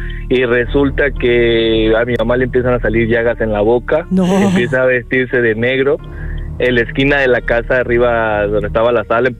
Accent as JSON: {"language": "Spanish", "region": "Mexico City", "country": "Mexico", "said": "Mi familia, somos de la Ciudad de México. Vivíamos en Villa Panamericana."}